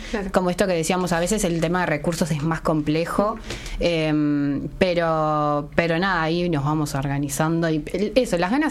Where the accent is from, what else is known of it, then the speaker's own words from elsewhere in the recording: Uruguay; siendo uruguayos